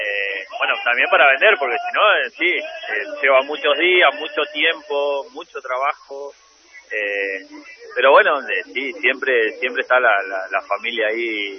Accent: Belisle, Río Negro, Argentina; la carneada de Belisle, es mi pueblo

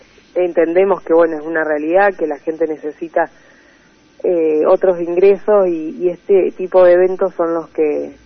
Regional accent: Patagonia, Argentina; lamentablemente somos de la Patagonia

